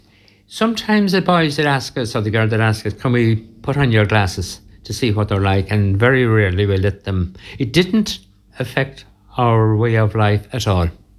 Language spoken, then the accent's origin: English; Ireland; also born or lived in England